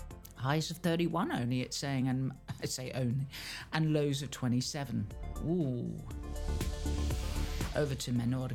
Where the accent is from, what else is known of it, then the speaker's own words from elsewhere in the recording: Windsor, South East England, United Kingdom; now in Mallorca, Spain; Let's check out my hometown. Not that I've lived there for many, many years. Cloudy there. This is back in the outskirts of London in Windsor.